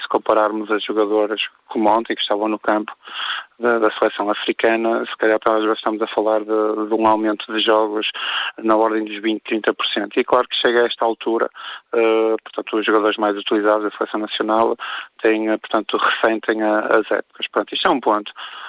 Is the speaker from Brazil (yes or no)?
no; Portugal; estou a falar daquilo que é a nossa cultura enquanto português.